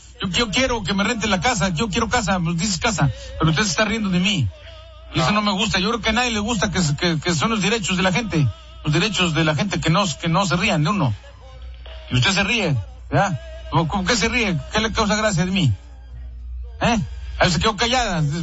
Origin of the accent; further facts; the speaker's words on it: San Luis Potosí, Mexico; Pero nosotros somos de San Luis.